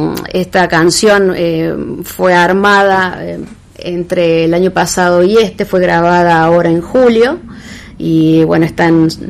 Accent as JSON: {"language": "Spanish", "town": "Unquillo", "region": "Córdoba", "country": "Argentina", "tie": "born or raised there", "said": "la ciudad donde yo vivía. Yo soy de Córdoba."}